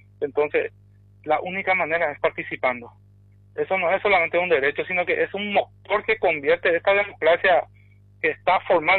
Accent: Presidente Franco, Alto Paraná, Paraguay; born there; Yo nací acá en Presidente Franco, soy pionero, incluso mis padres son pioneros.

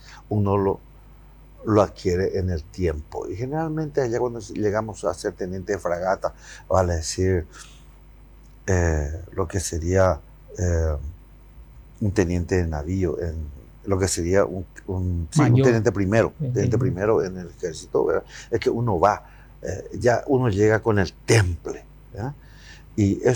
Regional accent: Paraguay

